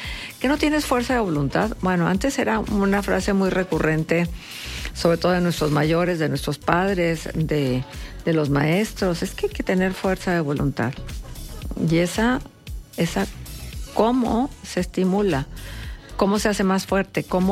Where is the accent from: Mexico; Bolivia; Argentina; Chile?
Mexico